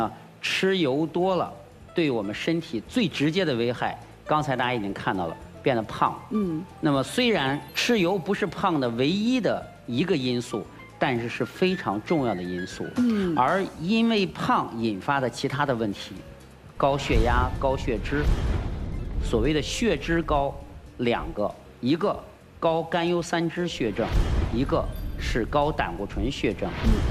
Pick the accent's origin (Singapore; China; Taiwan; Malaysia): China; 为了维持我们中国人的健康